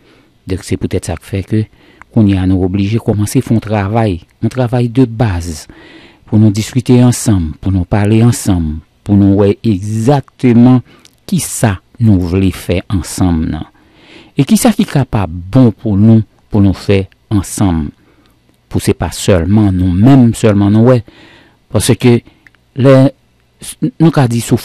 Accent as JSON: {"language": "French", "country": "Haiti", "said": "nous même nous taillé en tant que communauté en tant que haïtien pas vrai"}